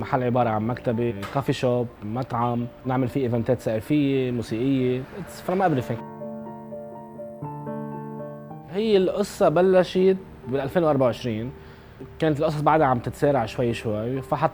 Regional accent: Beirut, Beirut Governorate, Lebanon; moved away; أنا فعليا من بيروت وكنت عايش برات لبنان

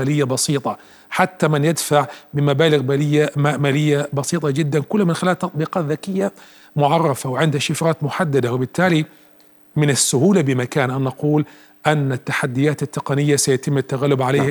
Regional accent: Palestine; كفلسطينيين

